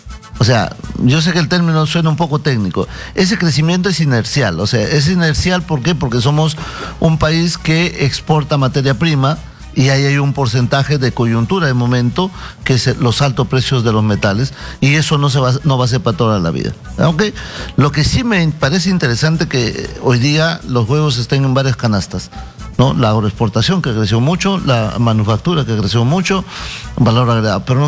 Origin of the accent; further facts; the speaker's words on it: Peru; somos más los peruanos que amamos un estado de tranquilidad